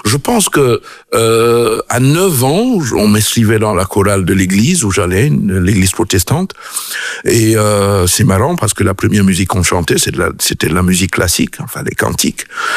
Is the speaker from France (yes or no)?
no; Cameroon; moved away as an adult; also born or lived in Belgium; originaire du Cameroun. Donc, je viens du Cameroun après mon bac pour étudier en Belgique.